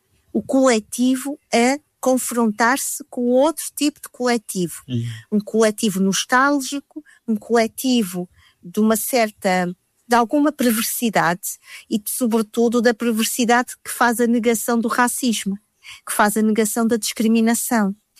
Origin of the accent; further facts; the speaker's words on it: Portugal; Nós somos portugueses, tão portugueses como estas pessoas.